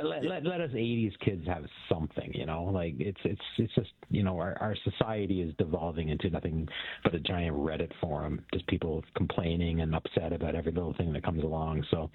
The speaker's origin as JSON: {"language": "English", "town": "Brampton", "region": "Ontario", "country": "Canada", "tie": "born or raised there", "said": "I grew up in Brampton, you go down to Jacuzzi Park for the fireworks"}